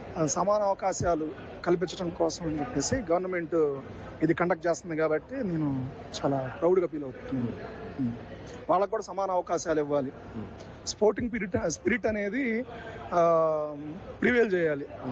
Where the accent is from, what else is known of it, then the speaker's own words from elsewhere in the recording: Narasaraopet, Andhra Pradesh, India; నేను నరసరావుపేట డివిజన్ నుంచి వచ్చాను.